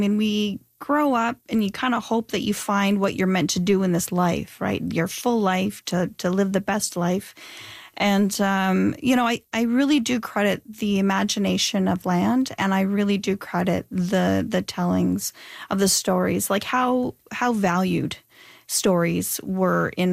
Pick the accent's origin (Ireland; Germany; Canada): Canada; Northern Canada; moved away; I come from the North, no theater training, no dance training, no piano, no nothing, no singing lessons.